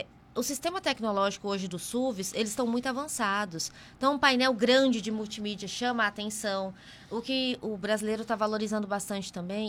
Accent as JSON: {"language": "Portuguese", "region": "Mato Grosso", "country": "Brazil", "moved": "yes", "said": "E eu vim pra cidade litorânea, eu sou lá do Mato Grosso, e eu tenho essa experiência, o porta-malas é gigantesco."}